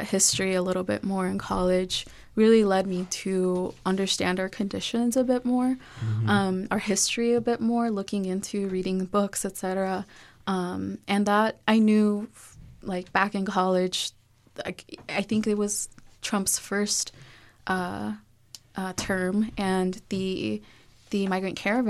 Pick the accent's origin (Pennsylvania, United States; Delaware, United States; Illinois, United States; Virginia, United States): Illinois, United States; Chicago; Like, it wasn't, even though I grew up in Southside Chicago, around majority Mexican, love, shout out my Mexican friends, I love y'all.